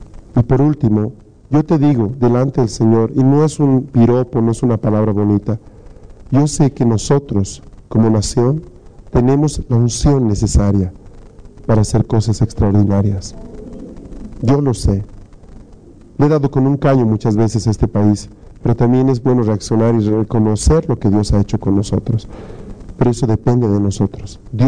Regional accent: Bolivia; Ese es el enemigo que tenemos por grupo, como bolivianos.

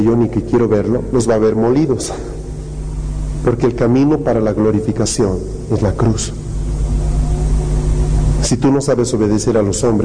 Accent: La Paz, Bolivia; Yo crecí en una zona en Bolonia donde yo veía a los conscriptos cómo hacían el servicio militar.

